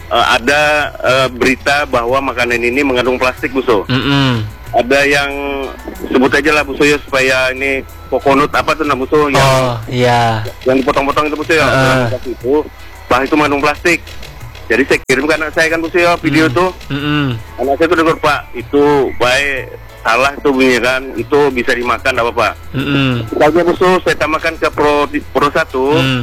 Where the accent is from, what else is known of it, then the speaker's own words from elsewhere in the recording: North Sumatra, Indonesia; Dulu saya bukan. Saya dari Sumatera Utara.